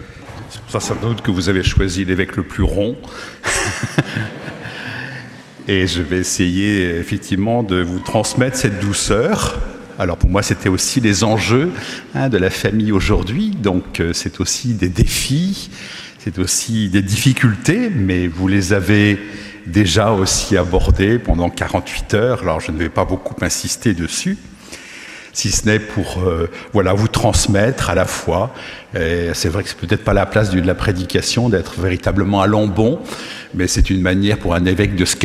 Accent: Nantes, Pays de la Loire, France; Moi, je suis Nantais d'origine. Tous les Nantais sortent dans la rue quand il pleut parce que ça fait du bien.

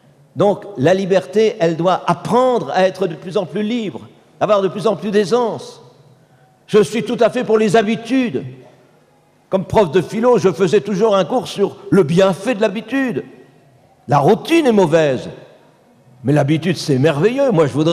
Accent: Cambrai, Hauts-de-France, France; On a dit tout à l'heure que je venais de Cambrai.

